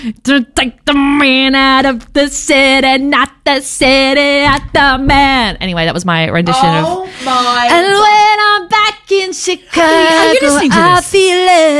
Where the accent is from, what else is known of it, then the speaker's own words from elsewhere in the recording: Perth, Western Australia, Australia; now in Melbourne, Australia; I was going through Perth, which is my hometown, on my way back to Melbourne